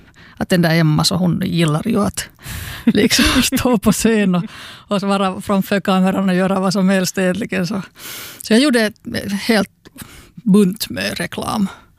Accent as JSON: {"language": "Swedish", "town": "Helsinki", "region": "Uusimaa", "country": "Finland", "tie": "born or raised there", "also_born_or_lived": "Espoo", "moved": "as an adult", "lives_now": "Turku, Finland", "said": "jag är född i Esbo. Uppvuxen i Helsingfors, har flyttat till Åbo när jag var 32 och min son föddes."}